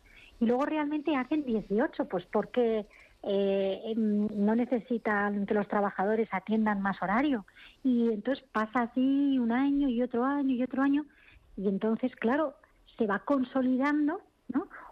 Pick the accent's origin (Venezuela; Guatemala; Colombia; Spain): Spain; Cantabria; yo soy un cántabra también.